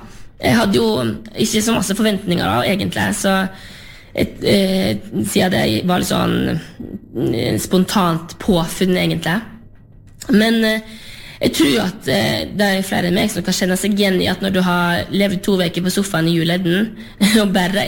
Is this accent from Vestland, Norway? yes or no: yes; Luster, Vestland, Norway; og jeg kommer jo fra Sørheim på sørsiden av Lustrafjorden, og etter hvert som jeg har vært større, så oppdaget jeg jo at verden større enn Sørheim